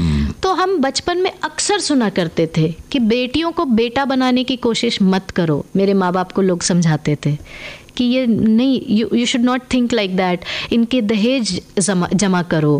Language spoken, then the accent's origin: Hindi; Bihar, India; अरे भाई हम बिहार से हैं तो हम अंग्रेजी में भी बात कर सकते हैं।